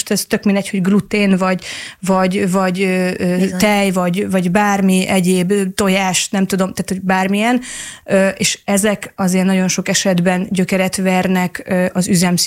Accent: Great Hungarian Plain, Hungary; én Tanyán nőttem föl. Tehát én alföldi gyökerekkel rendelkezem, én ott gyerekeskedtem, én 24-25 éves koromig én ott is éltem

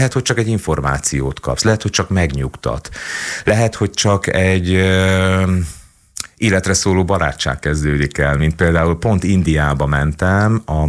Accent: Hungary; én egyébként magyar vagyok.

